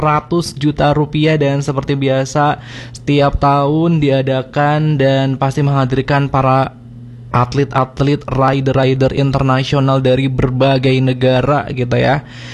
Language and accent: Indonesian; Cilacap, Central Java, Indonesia; kita sebagai warga Cilacap sendiri, sebagai natif